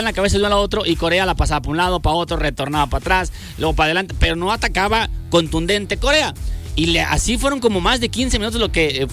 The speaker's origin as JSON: {"language": "Spanish", "country": "Mexico", "said": "somos mexicanos y apoyamos a la selección y por supuesto que hay que ilusionarse"}